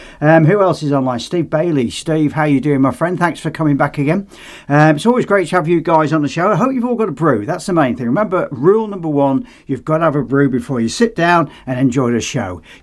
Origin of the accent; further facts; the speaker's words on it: Blackpool, North West England, United Kingdom; who's up in my hometown of Blackpool at the Blackpool weekend at the Blackpool Tower